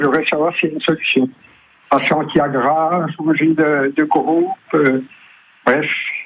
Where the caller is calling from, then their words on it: Beaucourt, Bourgogne-Franche-Comté, France; Beaucourt.